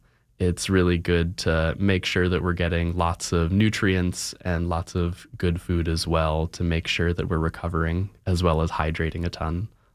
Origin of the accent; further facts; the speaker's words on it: Virginia, United States; now in Oregon, United States; I'm from Virginia